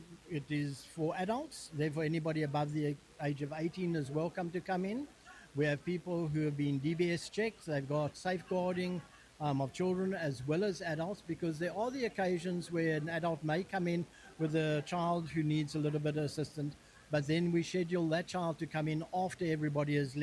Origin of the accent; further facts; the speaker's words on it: Stalybridge, North West England, United Kingdom; Hi there. I'm from Stalybridge, and we work from St. George's Church on a Tuesday from 9 o'clock in the morning till 1.